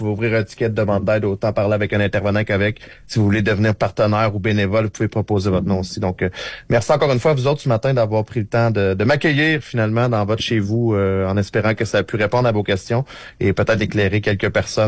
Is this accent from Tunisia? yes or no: no; Quebec, Canada; chez nous au Québec